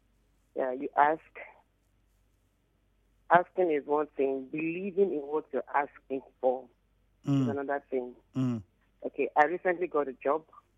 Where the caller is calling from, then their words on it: Port Harcourt, Rivers, Nigeria; I'm from Port Harcourt.